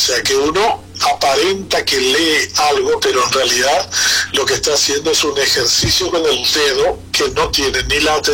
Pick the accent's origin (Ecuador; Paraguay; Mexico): Paraguay; nosotros en base estructural los paraguayos